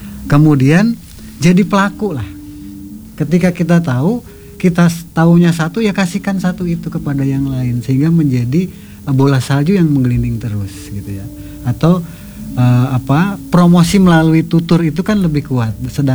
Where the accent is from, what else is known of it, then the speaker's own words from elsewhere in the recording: West Java, Indonesia; now in Yogyakarta, Indonesia; ya seperti saya nih orang urban dari Jogja gitu kan, aslinya Jawa Barat. Tetapi karena beradaptasi, ya saya di Jawa Barat akan ngomong Sunda, tapi kalau di sini ya ngomong Jawa gitu.